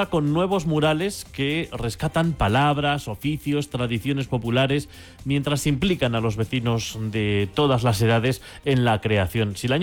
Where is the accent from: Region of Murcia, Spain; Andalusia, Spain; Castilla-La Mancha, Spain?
Castilla-La Mancha, Spain; Albalate de las Nogueras; yo soy de Albalate de las Nogueras